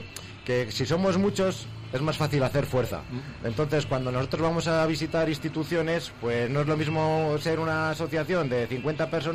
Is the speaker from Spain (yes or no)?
yes; Almazán, Castile and León, Spain; que soy de Almazán, pues no hay nada que me guste más que hacer cosas por mi pueblo